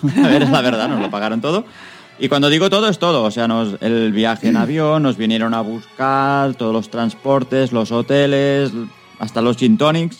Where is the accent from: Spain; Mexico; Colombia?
Spain; Barcelona, Catalonia; nosotros, que somos de Barcelona